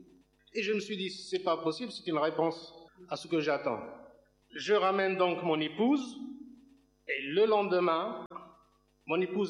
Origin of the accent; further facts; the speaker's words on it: Algeria; born there; Je suis né en Algérie, dans une famille arabo-islamique qui ne m'a jamais obligé à me diriger vers l'islam.